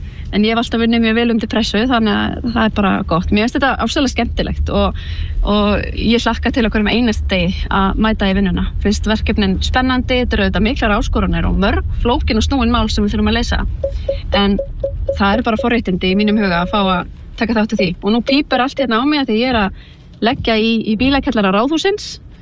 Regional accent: Reykjavík, Capital Region, Iceland

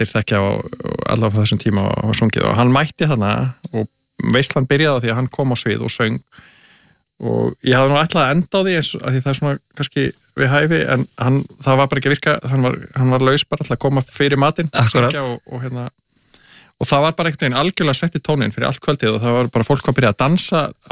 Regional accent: Kópavogur, Capital Region, Iceland; also born or lived in Grafarvogur; Nei, og ég ólst fyrst upp í Kópavogi.

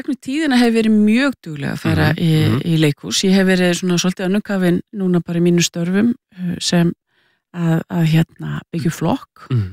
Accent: Reykjavík, Capital Region, Iceland; þetta var rosalega skemmtilegu tími að alast upp í Breiðholtinu

